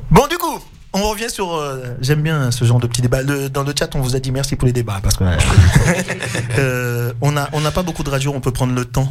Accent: Martinique; Je suis Martiniquais.

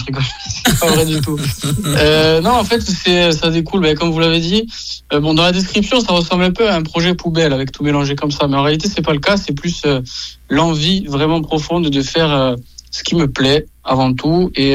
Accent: Corsica, France; actuellement je vis en Corse, je sais pas si je ferai encore toute ma vie ici

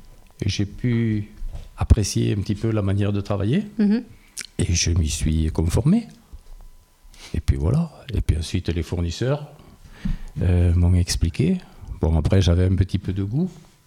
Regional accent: Toulouse, Occitanie, France; also born or lived in Tarn-et-Garonne; now in Gers, France; Non, je suis du Tarn-et-Garonne, mais je n'ai pas vécu longtemps là-bas. Mm. Donc après, oui, ma vie s'est déroulée à Toulouse, toute mon enfance.

